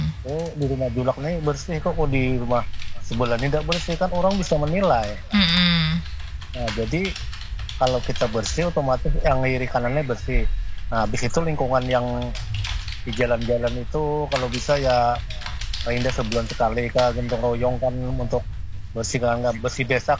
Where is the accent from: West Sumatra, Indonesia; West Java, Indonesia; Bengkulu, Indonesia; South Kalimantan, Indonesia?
South Kalimantan, Indonesia; saya ikuti orang aja di sini pada saya orang Banjar kan.